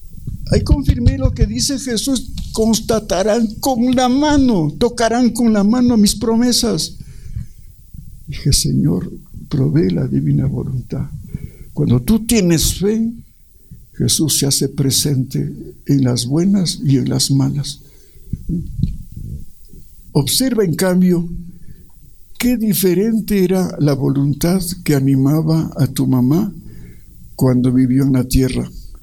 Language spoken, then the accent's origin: Spanish; Ecuador; soy ecuatoriano